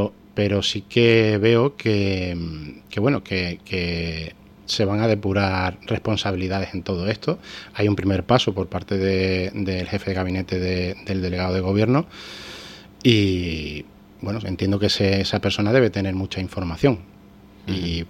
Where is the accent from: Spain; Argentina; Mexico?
Spain; Ceuta; como ciudadano, como patriota, que somos los ceutíes, porque yo creo que si tuviéramos que definir al ceutí sería el de patriota